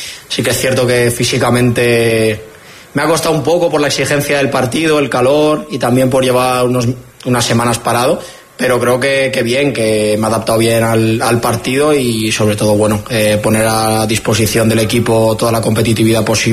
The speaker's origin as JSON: {"language": "Spanish", "town": "Castellón de la Plana", "region": "Valencian Community", "country": "Spain", "moved": "yes", "said": "tengo arraigo evidentemente porque es mi tierra"}